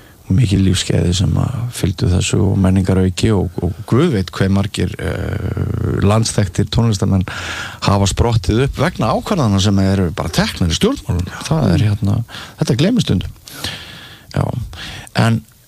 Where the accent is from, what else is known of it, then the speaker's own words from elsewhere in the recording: Mývatnssveit, Northeastern Region, Iceland; Ég var heppin krakki, ég ólst upp í Mývasveit og tónlistarskóli Mývasveit var stofnaður það leiti sem að ég hafið aldur til þess að byrja að læra á píanó.